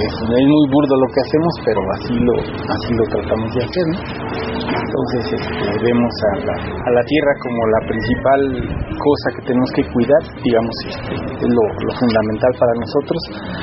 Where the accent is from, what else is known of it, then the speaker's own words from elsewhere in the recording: San Nicolás Totolapan, Mexico City, Mexico; soy originario de San Nicolás Totolapan.